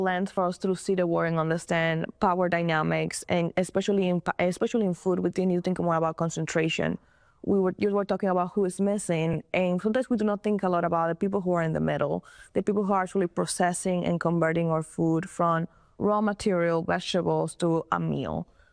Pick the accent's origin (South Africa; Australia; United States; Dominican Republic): Dominican Republic; I really wanted to say I'm from this town in the Dominican Republic. That's important to me because that shaped my journey to agriculture.